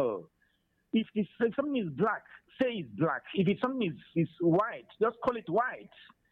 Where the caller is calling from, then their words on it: Emene, Enugu State, Nigeria; Yes, I'm calling you from Emene.